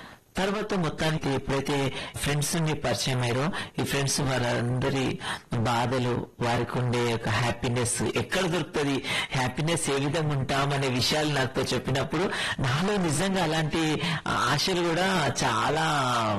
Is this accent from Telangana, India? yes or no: yes; Secunderabad, Telangana, India; నేను పుట్టి పెరిగింది చదువుకున్నంతా సికింద్రాబాద్ ప్రాంతంలోనే.